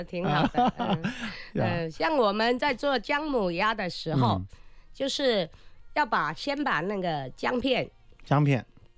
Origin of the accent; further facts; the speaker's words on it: Fujian, China; 我们闽南人